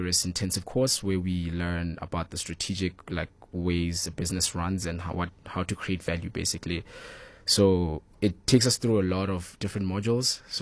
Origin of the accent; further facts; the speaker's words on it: Hillbrow, Gauteng, South Africa; also born or lived in Kempton Park; I was born in Hillbrow. I lived there for 12 years and then moved to Kempton Park.